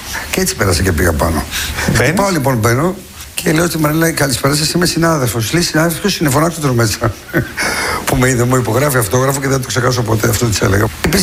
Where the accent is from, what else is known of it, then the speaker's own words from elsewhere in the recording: Nikaia, Attica, Greece; Ας λέω ότι θέλω να ξεκίνησα από εκεί που είμαι, από την Νίκη, από μια συνοικία του Πειραιά.